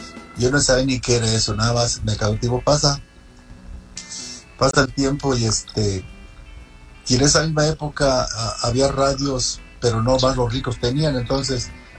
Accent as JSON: {"language": "Spanish", "country": "Mexico", "tie": "born or raised there", "said": "allá donde yo nací, en Santa Anita"}